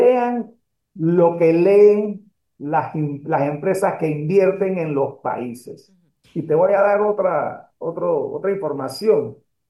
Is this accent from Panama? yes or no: yes; Panama